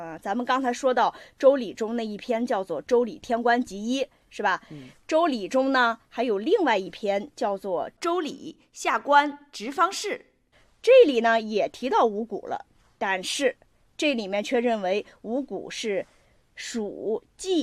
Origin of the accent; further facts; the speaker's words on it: Shandong, China; 对，俺们山东人，北方嘛，种稻少